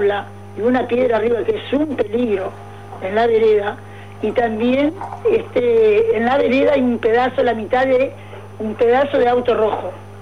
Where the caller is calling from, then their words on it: Uruguay; Del barrio San Francisco.